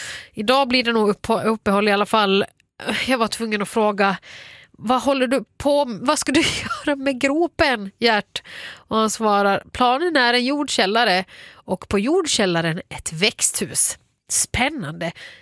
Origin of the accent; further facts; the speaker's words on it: Finland; now in Sweden; Jag kommer ju inte från en fotbollsnation. Det är mer hockey som gäller i Finland.